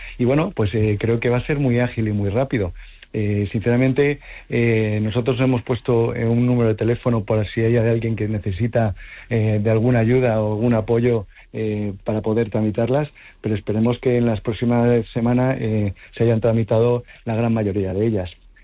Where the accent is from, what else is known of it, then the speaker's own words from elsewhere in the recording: Madrid, Community of Madrid, Spain; now in Ceuta, Spain; Pues para mí es francamente fácil, porque yo soy madrileño, yo conocí Ceuta cuando en el año 2001 y me quedé profundamente enamorado.